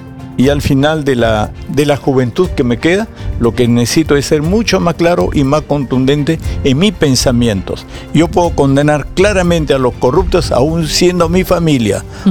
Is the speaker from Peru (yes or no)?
yes; Andes, Peru; moved away; Yo he estudiado en un colegio público, he estudiado en la universidad pública. Vengo del Ande